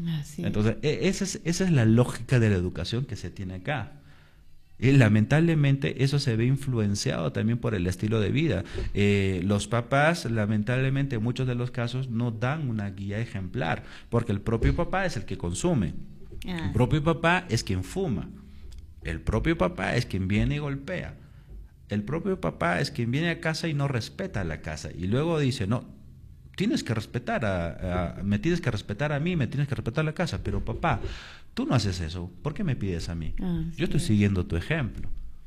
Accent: Chumbivilcas, Cusco, Peru; yo también soy chumbivilcano, es una tierra maravillosa, a mí me encanta mi tierra

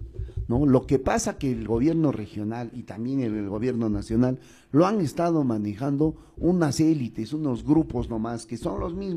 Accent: Peru

